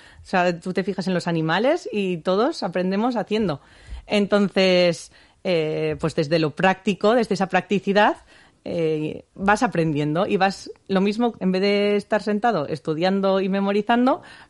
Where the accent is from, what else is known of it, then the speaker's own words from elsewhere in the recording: Gatika, Basque Country, Spain; Yo soy de Gatica, exactamente.